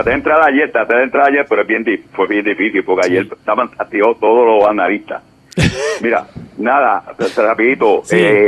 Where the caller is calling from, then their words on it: Puerto Rico; de Coupey.